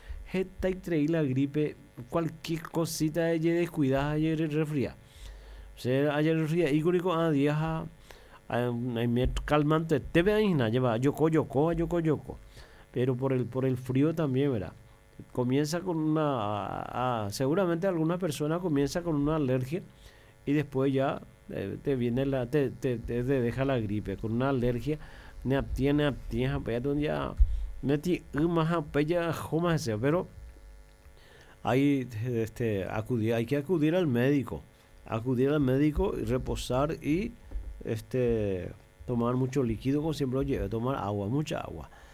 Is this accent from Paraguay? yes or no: yes; Paraguay; somos todos paraguayos